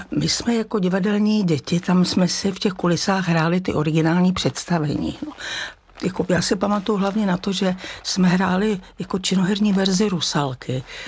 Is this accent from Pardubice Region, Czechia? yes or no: no; Rakovník, Central Bohemian Region, Czechia; Tak já jsem vyrůstala v trošku jiné době a vyrůstala jsem vlastně částečně u babičky v Rakovníku